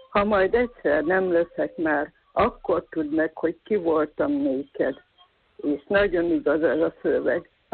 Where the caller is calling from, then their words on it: Megyaszó, Borsod-Abaúj-Zemplén, Hungary; Meggyasztóról vagyok